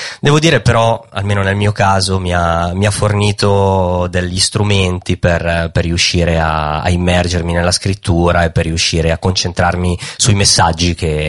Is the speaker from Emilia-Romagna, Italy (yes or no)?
no; Legnano, Lombardy, Italy; born or raised there